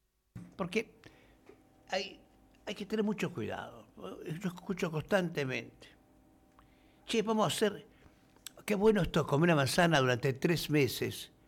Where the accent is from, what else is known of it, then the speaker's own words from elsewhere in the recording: Argentina; Qué generosos somos los argentinos.